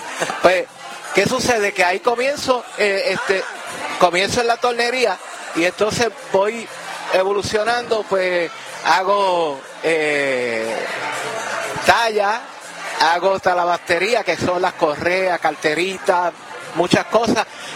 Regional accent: Añasco, Puerto Rico; Yo soy natural de aquí, de Añasco.

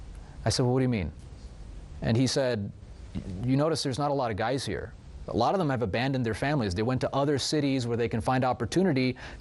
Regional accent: Atlanta, Georgia, United States; we met a guy, and I'm from Atlanta, he was from Atlanta, and we just connected

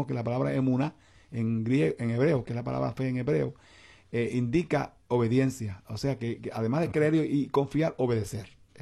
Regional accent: Quebradillas, Puerto Rico; born there; Yo iba a dar una conferencia en mi pueblo, en Quebradillas

